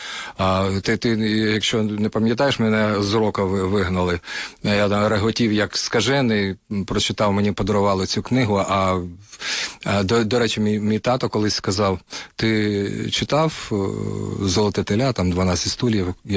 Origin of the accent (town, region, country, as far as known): Kyiv, Ukraine; born there